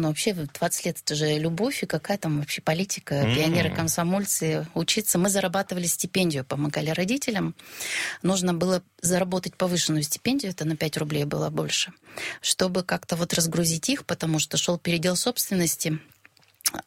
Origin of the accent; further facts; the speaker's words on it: Mozhga, Udmurtia, Russia; born or raised there; moved away as an adult; also born or lived in Izhevsk; now in Yekaterinburg, Russia